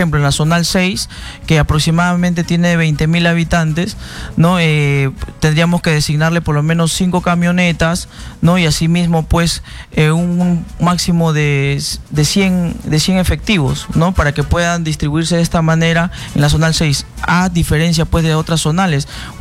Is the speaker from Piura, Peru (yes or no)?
no; Lima, Peru; born there; Vecino, nacido en Comas, vivo en Comas, he tenido la oportunidad también de formar mi familia en Comas